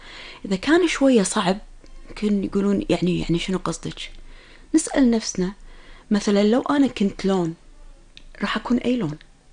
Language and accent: Arabic; Kuwait; عندنا بالكويت